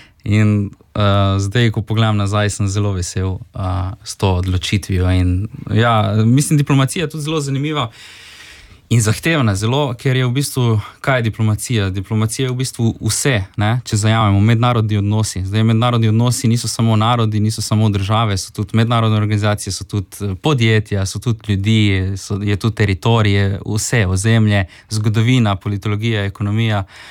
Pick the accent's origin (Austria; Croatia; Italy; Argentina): Croatia; Rijeka, Primorje-Gorski Kotar County; smo očitno ti reški Slovenci